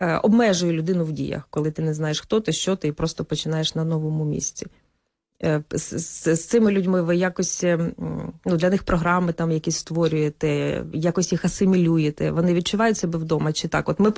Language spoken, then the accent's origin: Ukrainian; Sumy Oblast, Ukraine; я теж з Сумщини, і в нас вже є населені пункти, які повністю розтрощені, так?